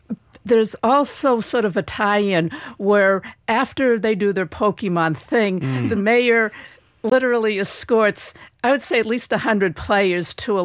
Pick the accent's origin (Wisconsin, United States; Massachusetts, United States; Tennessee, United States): Massachusetts, United States; Malden; I was born in Malden Hospital. I think I was the only Asian baby at that time.